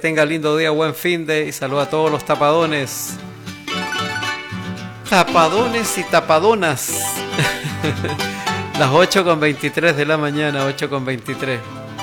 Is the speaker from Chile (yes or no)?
yes; Chile; el folclore no todo es cueca, por supuesto, pues, y somos chilenos todo el año, como dice usted.